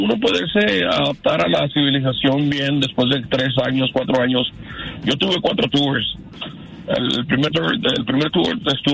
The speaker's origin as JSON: {"language": "Spanish", "country": "Canada", "said": "Yo nací en Canadá, hijo de padre chihuahuense y padre egipcio."}